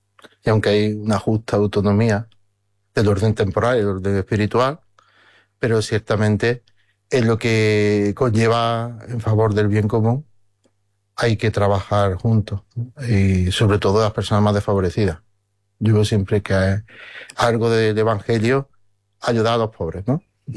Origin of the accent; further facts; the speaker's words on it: Fuente Palmera, Andalusia, Spain; now in Palma del Río, Spain; en mi pueblo primero, antes de llegar a Palma, Fuente Palmera.